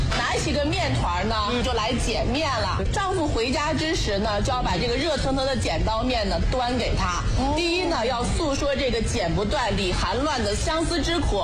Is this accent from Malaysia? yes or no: no; Shanxi, China; 我们山西人